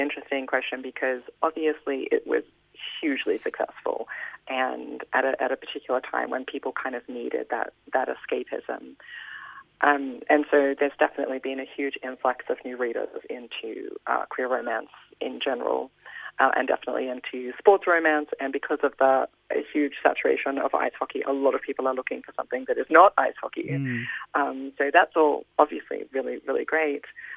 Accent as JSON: {"language": "English", "country": "Australia", "said": "I do think because, well, one, it's my natural voice. I'm Australian, so like everything that's going to come out of my writing is going to naturally sound Australian."}